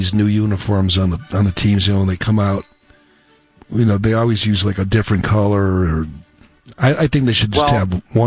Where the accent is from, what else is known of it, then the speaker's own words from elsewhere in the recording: Chesterland, Ohio, United States; born there; moved away; My old stomping grounds, Chesterland, Ohio.